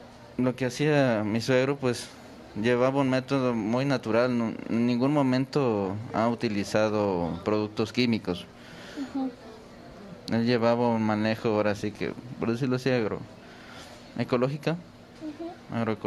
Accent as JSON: {"language": "Spanish", "town": "Tepoztlán", "region": "Morelos", "country": "Mexico", "said": "en la comunidad de donde venimos, que es San Andrés de la Cal, su casa allá en Tepoztlán, Morelos."}